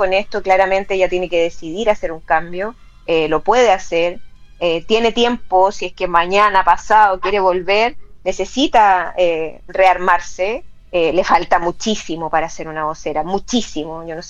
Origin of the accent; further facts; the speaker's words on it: Chile; nosotros necesitábamos como chilenos